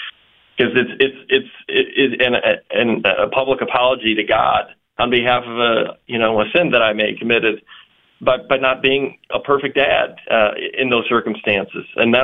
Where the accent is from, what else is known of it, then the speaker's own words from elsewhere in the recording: Ohio, United States; We're from Ohio.